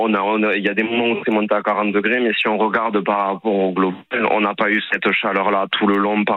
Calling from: Rodez, Occitanie, France; Moi, j'habite à Rodez

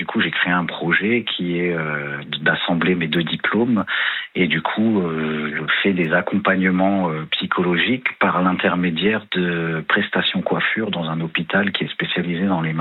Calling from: Grand Est, France; Moi, j'habite en Alsace, dans le Bas-Rhin.

